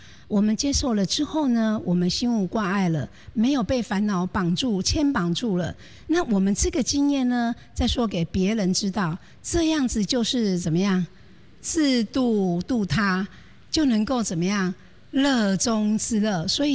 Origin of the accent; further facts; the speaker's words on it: Taiwan; 所以上人很期待我们台湾永远都是一个充分的福田。